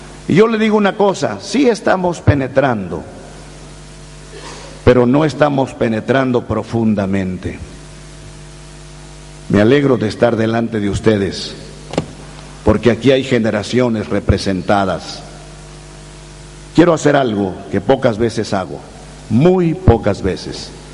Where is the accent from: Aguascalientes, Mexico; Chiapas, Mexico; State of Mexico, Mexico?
Chiapas, Mexico; born there; como en la costa de Chiapas, donde yo nací, Chiapas, México, el estado de Chiapas en la costa.